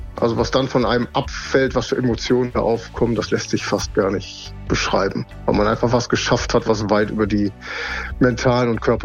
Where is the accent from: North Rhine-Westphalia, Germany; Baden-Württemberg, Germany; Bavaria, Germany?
North Rhine-Westphalia, Germany; Düsseldorf; ich wollte irgendwas in meiner Heimatstadt machen. Dazu habe ich tatsächlich auf der Seite der Stadt Düsseldorf die offiziellen Stadtgrenzen gefunden